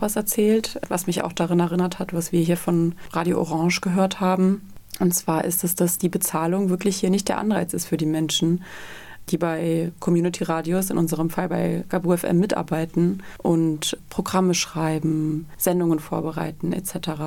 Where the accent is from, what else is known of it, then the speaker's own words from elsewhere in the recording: Trier, Rhineland-Palatinate, Germany; dieselbe Frequenz ist wie mein Lieblingsradiosender aus meiner Jugendzeit in meiner Heimatstadt Trier.